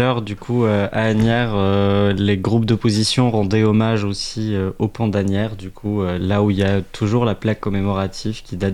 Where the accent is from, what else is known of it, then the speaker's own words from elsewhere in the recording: Tunisia; moi j'ai grandi en Tunisie, donc moi l'histoire coloniale française je l'ai appris